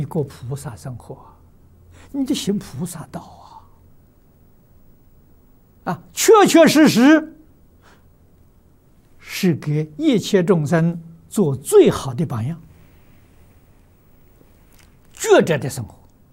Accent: China; 我们中国人

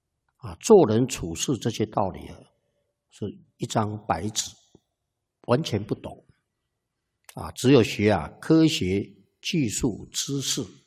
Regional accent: Taiwan; 所以你说台语呢也好几种啊。啊在台湾讲的话就叫台语

